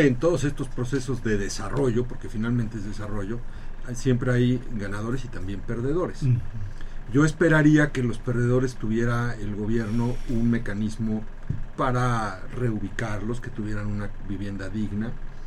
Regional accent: Puebla, Mexico; Yo lo aplaudo como poblano, me da mucho gusto.

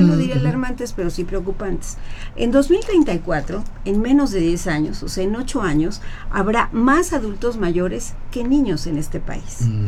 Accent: Mexico; para todos los mexicanos es como muy claro que somos muchos mexicanas y mexicanos, que todavía fuimos una generación en donde nuestras familias fueron numerosas.

